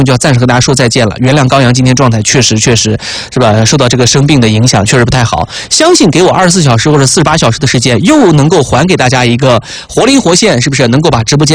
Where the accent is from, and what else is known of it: Sichuan, China